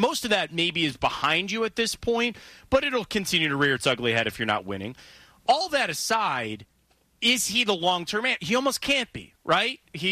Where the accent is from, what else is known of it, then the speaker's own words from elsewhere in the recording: Ohio, United States; I'm from Ohio.